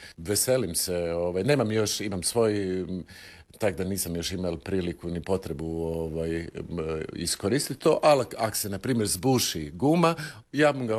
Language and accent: Croatian; Zagreb, City of Zagreb, Croatia; Odrastao sam u Prečkom.